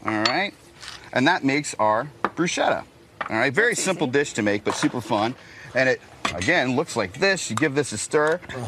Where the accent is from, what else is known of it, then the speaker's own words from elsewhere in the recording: Ohio, United States; I'm from Ohio originally. Man, if there's a tomato aisle, it's full of Romas, which is great because they're easy to find.